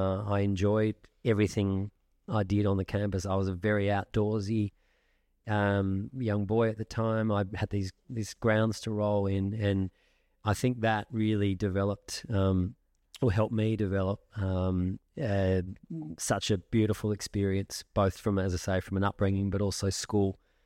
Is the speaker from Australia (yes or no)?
yes; Geelong, Victoria, Australia; I actually grew up here in the house just over the way there on the oval. So I was born in Geelong